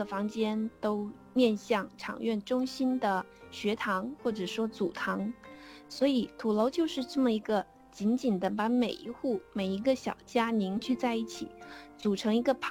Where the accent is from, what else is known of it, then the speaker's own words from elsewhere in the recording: Fujian, China; 作为一个福建人啊，